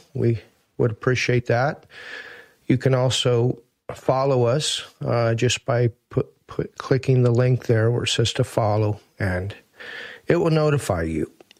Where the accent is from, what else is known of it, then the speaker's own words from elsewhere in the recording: United States; now in Fürth, Germany; that's where I'm coming to you from. I am an American missionary that lives in this nation.